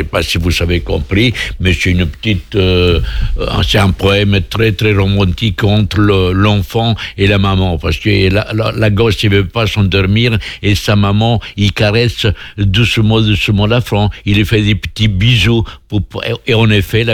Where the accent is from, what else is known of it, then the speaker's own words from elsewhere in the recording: Italy; now in France; je suis italien. J'étais italien. Ça m'a coûté cher pour être français.